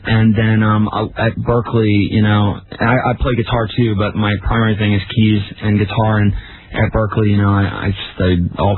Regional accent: Maryland, United States; I'm from Maryland.

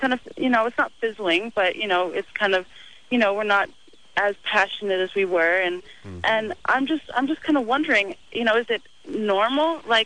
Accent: Alaska, United States; Yeah, we're in Utah right now, and we're going back. I'm from Alaska.

